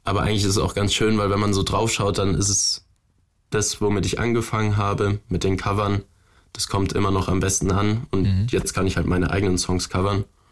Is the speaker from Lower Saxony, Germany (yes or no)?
no; Bavaria, Germany; born there